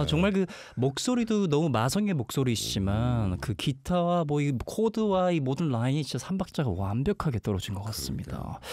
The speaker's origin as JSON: {"language": "English", "country": "Canada", "tie": "born or raised there", "moved": "yes", "said": "I grew up in Canada"}